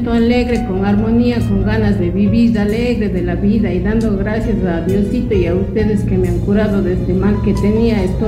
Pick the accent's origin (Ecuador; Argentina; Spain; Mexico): Ecuador; Javier Loyola, Cañar; De Javier Loyola, Shuyin.